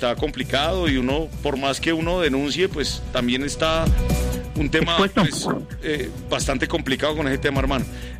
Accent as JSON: {"language": "Spanish", "town": "Obando", "region": "Valle del Cauca", "country": "Colombia", "tie": "born or raised there", "said": "en mi pueblo, parce, donde yo nací. O sea, yo soy de Obando Valle, de un pueblo"}